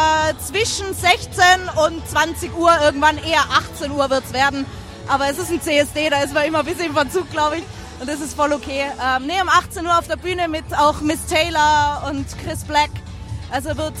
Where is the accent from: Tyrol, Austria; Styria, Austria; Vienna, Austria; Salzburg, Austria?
Tyrol, Austria; Zirl; moved away as an adult; now in Munich, Germany; Ich bin eigentlich gebürtiger Zierler.